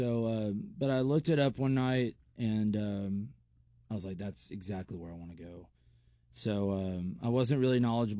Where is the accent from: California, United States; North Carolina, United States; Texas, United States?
Texas, United States; West Columbia; now in Lubbock, United States; Yeah, I grew up in the Houston area in a small town just south of Houston called West Columbia, Texas.